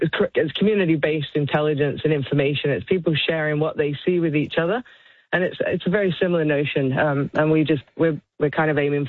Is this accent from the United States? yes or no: no; Western Australia, Australia; now in Byron Bay, Australia; I grew up in Western Australia, so I've seen a few quite big sharks over there.